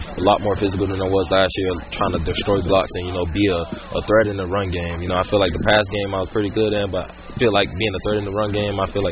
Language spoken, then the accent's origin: English; Miami, Florida, United States; my town is like a... It's not really a small town, because I grew up in Miami, but, you know, my community is Goulds, Florida.